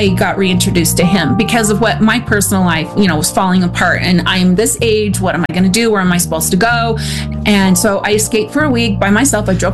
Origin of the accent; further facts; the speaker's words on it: Arizona, United States; born there; moved away; I'm an Arizona girl. I was born in Arizona.